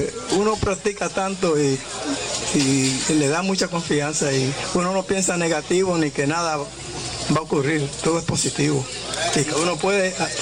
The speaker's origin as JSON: {"language": "Spanish", "town": "San Germán", "country": "Puerto Rico", "tie": "born there", "said": "Yo nací en el Retiro, pero no el Retiro que está aquí al lado de Pueblo Nuevo."}